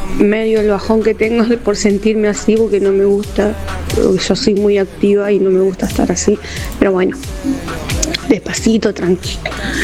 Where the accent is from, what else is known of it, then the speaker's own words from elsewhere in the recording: Buenos Aires, Argentina; Les mando muchos besos, soy